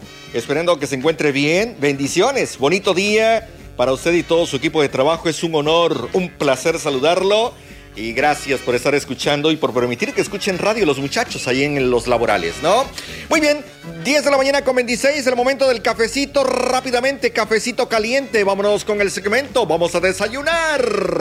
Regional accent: Mexico; Todos somos hermanos. Todos somos mexicanos. Todos hoy celebramos.

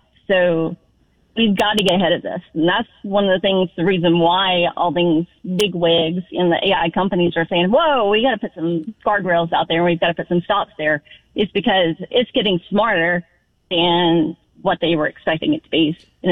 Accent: Bessemer, Alabama, United States; this is my hometown.

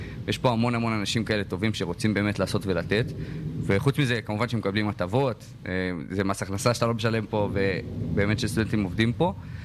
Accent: Northern Israel, Israel; אני צפוני במקור, לא במקור מפה.

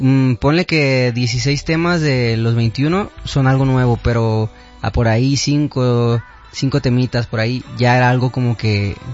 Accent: Guadalajara, Jalisco, Mexico; Sí, de Santa Tere.

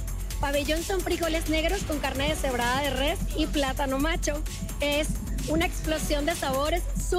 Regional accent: Venezuela; el estado Sucre de mi país

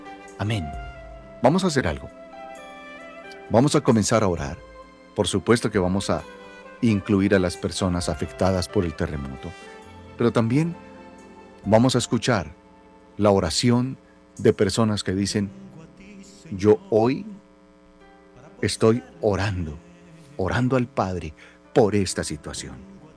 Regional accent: Colombia

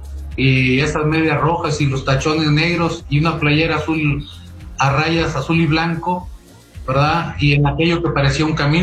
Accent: Saltillo, Coahuila, Mexico; Aunque tenía 9 años, y la primera vez que salí de Saltillo y fui a un estadio allá en Monterrey

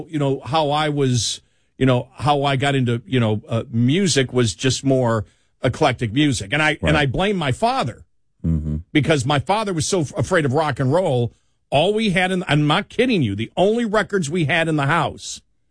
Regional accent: United States; I grew up on the Canadian border, so a lot of Canadian rock.

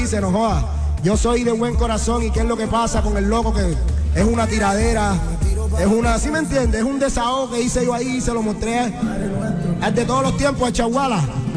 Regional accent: Caribbean coast, Colombia; Somos costeños.

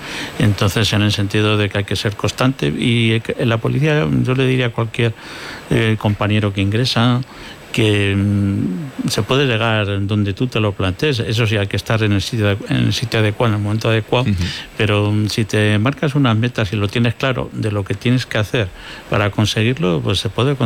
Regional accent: Alcázar de San Juan, Castilla-La Mancha, Spain; yo soy de Alcázar de San Juan, que es un pueblo de tradición ferroviaria.

